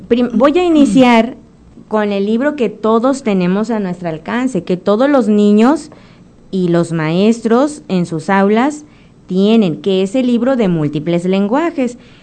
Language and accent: Spanish; Nayarit, Mexico